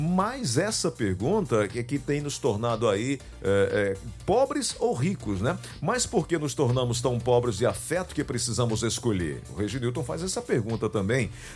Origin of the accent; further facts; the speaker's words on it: Maracanaú, Ceará, Brazil; Sou de Maracanaú, um abraço aqui para todos nós de Maracanaú, sentados te assistindo.